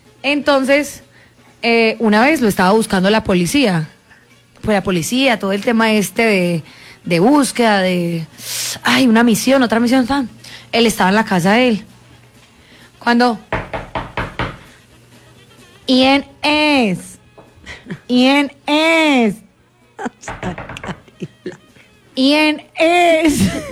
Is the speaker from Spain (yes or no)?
no; Antioquia, Colombia; Y así somos los paisas, literal.